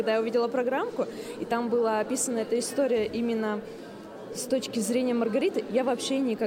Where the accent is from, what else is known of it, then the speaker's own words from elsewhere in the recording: Verkhnyaya Pyshma, Sverdlovsk Oblast, Russia; Да, я приехала из Верхней Пышмы.